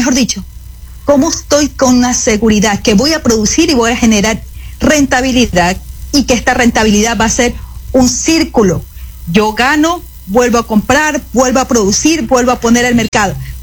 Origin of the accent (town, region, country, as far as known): Ecuador